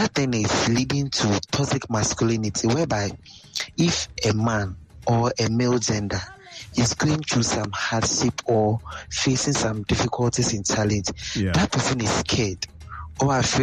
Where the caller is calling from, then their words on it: Jamestown, Greater Accra, Ghana; Yes, I'm speaking from Jamestown.